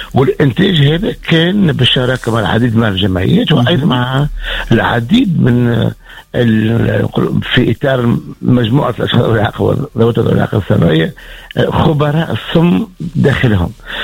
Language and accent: Arabic; Tunisia; عندنا في تونس